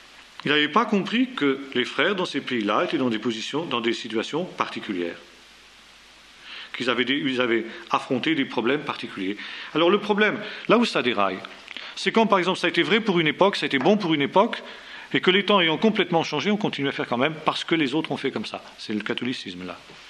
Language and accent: French; France; nous en France, nous on boit du vin